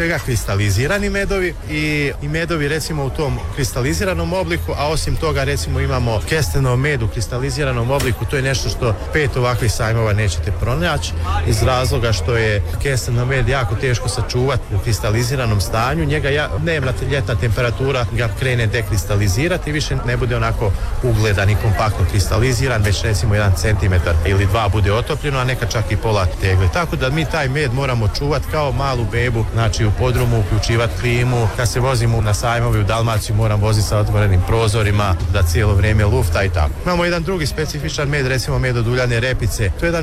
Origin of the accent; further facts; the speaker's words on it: Slavonski Brod, Brod-Posavina County, Croatia; dolazimo iz Slavonskog Broda, pčelarimo sa 200 košnica, imamo tradiciju pčelarstva